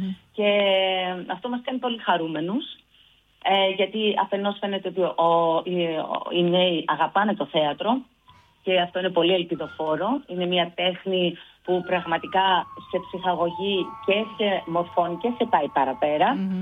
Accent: Thessaloniki, Central Macedonia, Greece; moved away; Πάντα έχω μεγάλη χαρά όταν παίζω στην πόλη μου

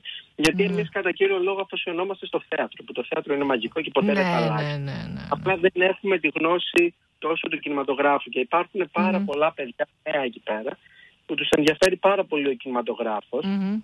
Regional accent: Thessaloniki, Central Macedonia, Greece; moved away as an adult; now in London, United Kingdom; είμαι από τη Θεσσαλονίκη, μεγάλωσα εκεί πέρα και εννοείται μου λείπει πάρα πολύ.

